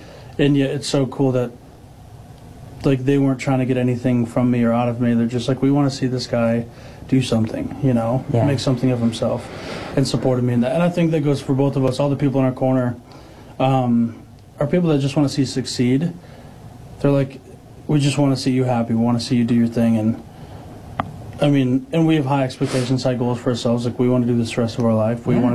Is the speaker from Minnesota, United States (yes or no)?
yes; Fergus Falls, Minnesota, United States; Yeah. It's such a gift to say I'm from Fergus Falls and like, this is my hometown.